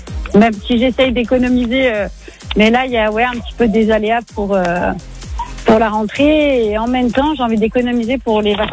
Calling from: Saint-Étienne, Auvergne-Rhône-Alpes, France; Saint-Etienne

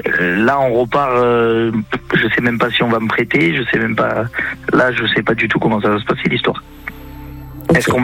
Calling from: Provence-Alpes-Côte d'Azur, France; Je suis à côté de Bolène, en dessous de Montélimar exactement.

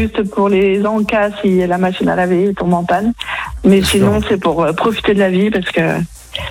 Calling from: Saint-Nazaire, Pays de la Loire, France; Je suis de Saint-Nazaire

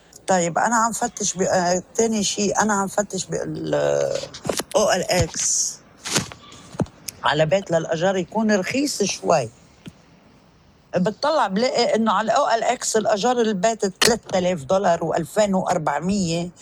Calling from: Sarba, Keserwan-Jbeil, Lebanon

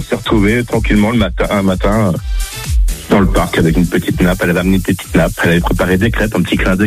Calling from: Brittany, France; Je suis breton

